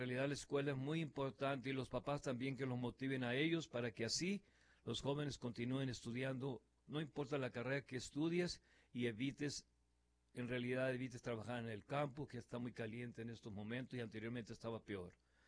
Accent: Sinaloa, Mexico; also born or lived in Burley, Idaho; now in California, United States; Yo también soy mexicano, yo soy de Sinaloa, México

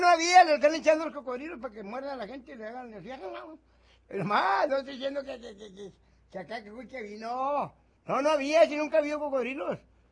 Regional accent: Piedras Negras, Coahuila, Mexico; Porque vengo del pueblo de Piedras Negras, Coahuila. Ahí donde dicen por acá.

